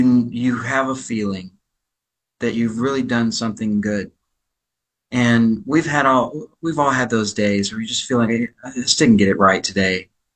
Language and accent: English; Louisiana, United States; And I was originated from Louisiana, and we spoke two different languages, and we had pretty much the same sense of humor.